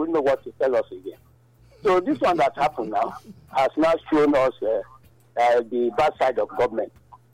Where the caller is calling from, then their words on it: Nigeria; Yes, Obeso Community.